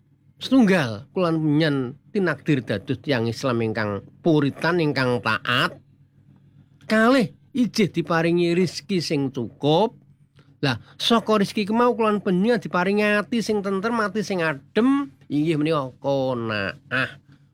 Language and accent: Javanese; Kuwu, Central Java, Indonesia; Wonten malih menika ing kampung kula dusun ingkang sinebut Mbledhog menika ing Kuwu, dados sing daerah Kuwu menika purwa dadi sisih wetan.